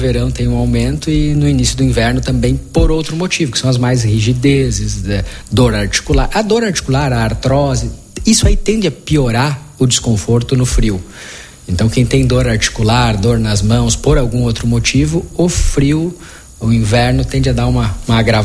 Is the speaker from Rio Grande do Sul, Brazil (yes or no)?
yes; Santiago, Rio Grande do Sul, Brazil; now in Maranhão, Brazil; Não, eu sou natural de Santiago, fica região centro-oeste do estado. E acabei vindo para cá há 13 anos, mais ou menos, né?